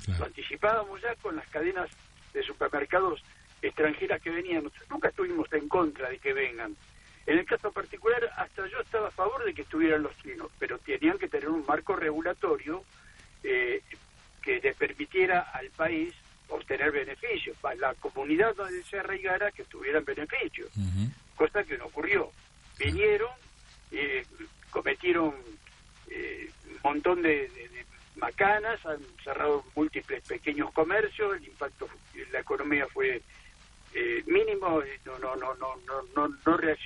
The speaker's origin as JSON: {"language": "Spanish", "country": "Argentina"}